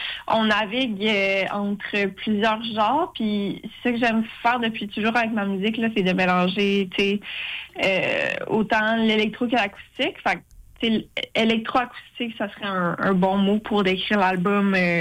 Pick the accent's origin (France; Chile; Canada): Canada; Quebec City, Quebec; born there; moved away as an adult; now in Montreal, Canada; je viens de Québec